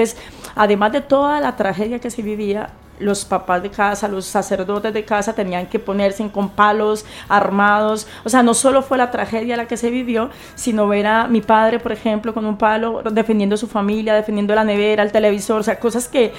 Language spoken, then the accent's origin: Spanish; Armenia, Quindío, Colombia; la ciudad de donde yo vengo, de donde yo soy, le llaman la ciudad del milagro. Armenia, uh-huh, le dicen en Colombia la ciudad del milagro